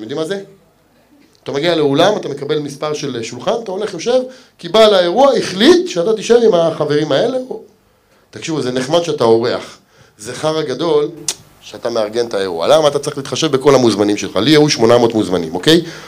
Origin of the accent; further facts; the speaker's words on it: Ramla, Central District, Israel; אני במקור גדלתי ברמלה, אמיתי. עברתי ללוד, אמיתי